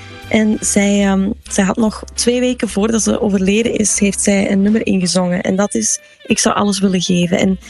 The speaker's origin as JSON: {"language": "Dutch", "country": "Belgium", "said": "waar ik eigenlijk als Belg nog niet van had gehoord"}